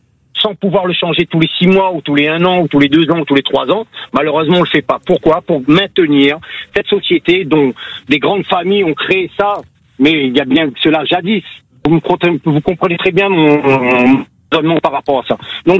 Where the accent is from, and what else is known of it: Réunion, France; now in Canet-en-Roussillon, France